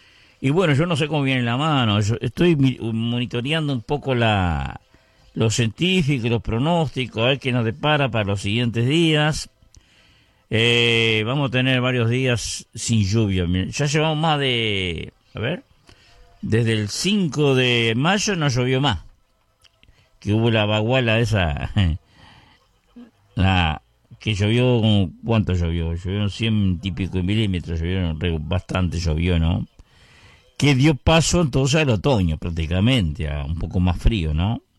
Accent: Vergara, Treinta y Tres, Uruguay; born there; ¿cómo están pasando la gente de mi pueblo, de Vergara

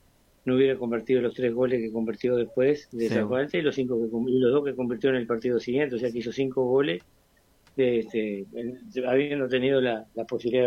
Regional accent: Treinta y Tres, Uruguay; moved away; Yo vengo de la séptima baja de 33, de las costas del río Cebollatí.

